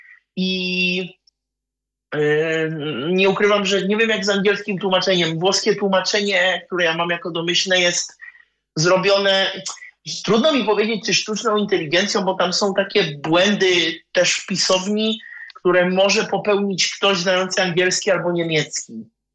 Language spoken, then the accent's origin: Polish; Czechia; Jako, że jestem z Czech, to telefon mam po czesku